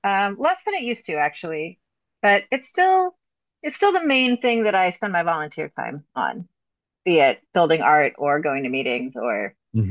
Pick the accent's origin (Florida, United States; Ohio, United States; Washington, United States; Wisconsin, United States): Washington, United States; Vancouver; moved away as an adult; now in Seattle, United States; I grew up in Vancouver, Washington, so just north of Portland, and moved to Seattle in 1995 to go to college. And I've been here ever since.